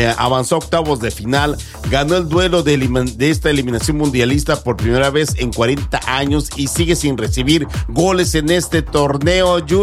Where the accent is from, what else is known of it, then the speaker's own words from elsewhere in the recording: Mexico; Me lleno de orgullo decir que soy mexicano y yo seguiré apoyando a mi selección ratonera hasta la muerte.